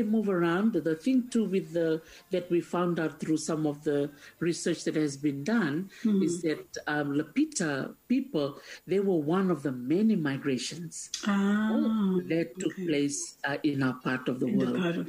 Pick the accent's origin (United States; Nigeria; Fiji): Fiji; I'm from Fiji and I'm in this room in England.